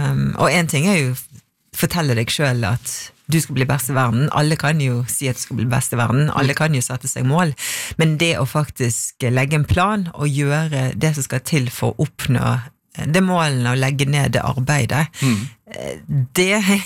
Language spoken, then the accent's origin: Norwegian; Bergen, Vestland, Norway; Vi i Sandviken.